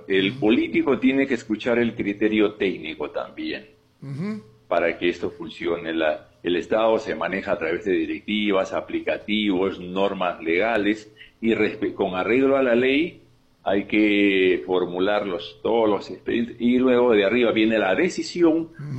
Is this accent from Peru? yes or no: yes; Cajaruro, Amazonas, Peru; moved away as an adult